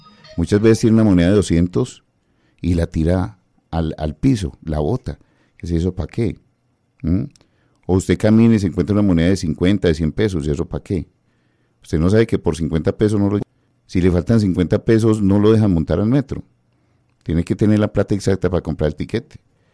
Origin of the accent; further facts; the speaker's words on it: Antioquia, Colombia; eso nos identifica a nosotros como antioqueños.